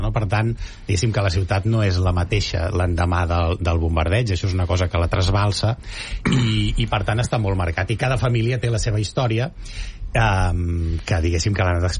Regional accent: Granollers, Catalonia, Spain; Clar, és directa, jo sóc de Granollers.

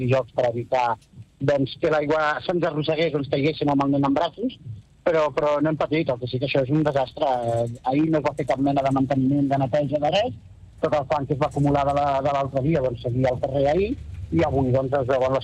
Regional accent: Granollers, Catalonia, Spain; estem aquí a Granollers, jo soc de Granollers.

